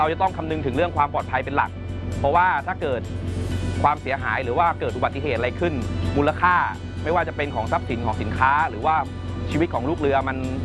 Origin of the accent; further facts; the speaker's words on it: Phitsanulok, Thailand; พื้นเพผมเนี่ยเป็นคนจังหวัดพิษณุโลกศึกษามัธยมจากโรงเรียนพิษณุโลกพิทยาคม